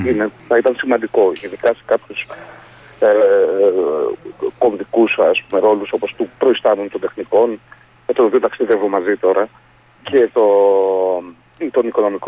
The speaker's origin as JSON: {"language": "Greek", "town": "Ioannina", "region": "Epirus", "country": "Greece", "said": "επειδή σας είπα ότι είμαι από τα Γιάννενα, γνωρίζω πολύ καλά ότι και εκεί πάλι το ΚΑΣ θα ζητάει χρήματα."}